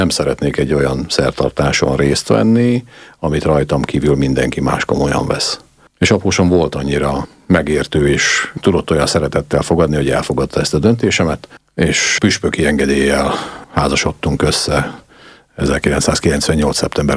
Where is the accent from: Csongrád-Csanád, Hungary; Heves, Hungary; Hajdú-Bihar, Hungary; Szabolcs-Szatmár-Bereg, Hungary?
Hajdú-Bihar, Hungary; Hajdúvid; moved away as an adult; also born or lived in Budapest; tehát én egy hajdubihari kisfaluban éltem, mellette lévő városban, Hajdúböszörményben születtem, és egy olyan falu, amiről beszélünk, Hajdúvid, ahol nem volt és a mai napig nincs is templom, ez egy szocialista falu